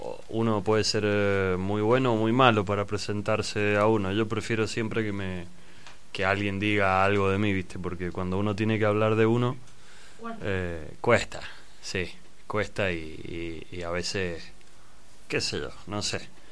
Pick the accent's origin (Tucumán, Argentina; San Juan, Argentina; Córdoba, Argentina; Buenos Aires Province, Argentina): Buenos Aires Province, Argentina; San Martín; Yo soy de San Martín